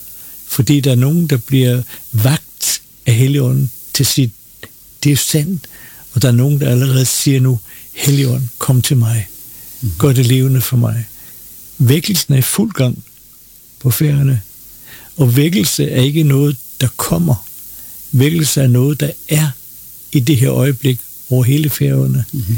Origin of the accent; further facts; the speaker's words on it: Copenhagen, Capital Region of Denmark, Denmark; jeg var københavner